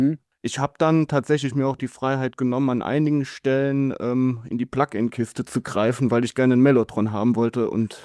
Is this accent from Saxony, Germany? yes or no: no; Rhineland-Palatinate, Germany; accent: Rhineland-Palatinate or Saarland; moved away; Ich komme aus der Nähe von Trier tatsächlich